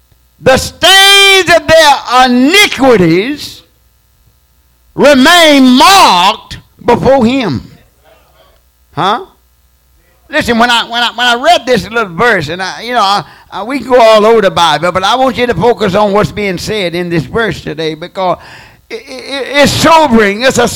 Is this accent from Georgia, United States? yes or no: yes; Georgia, United States; I come from Georgia where they had the red clay.